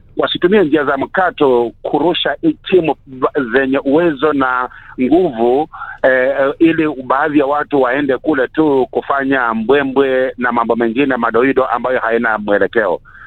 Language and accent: Swahili; Rift Valley, Kenya; hakika mimi natoka katika Bonde la Ufa.